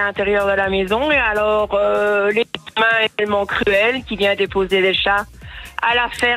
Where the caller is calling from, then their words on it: Dinant, Wallonia, Belgium; J'habite Falmagne.